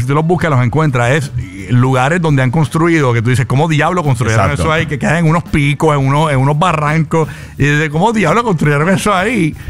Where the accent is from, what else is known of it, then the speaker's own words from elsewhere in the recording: Fajardo, Puerto Rico; Nosotros somos de Fajardo, del área este, Burbu.